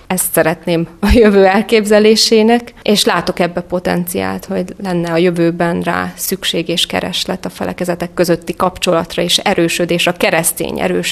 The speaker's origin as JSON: {"language": "Hungarian", "town": "Debrecen", "region": "Hajdú-Bihar", "country": "Hungary", "tie": "born or raised there", "moved": "as an adult", "lives_now": "Szatmár, Hungary", "said": "Azért, mert én ugye Debrecenbe, egy civis városba, egy nagyvárosba nőttem fel."}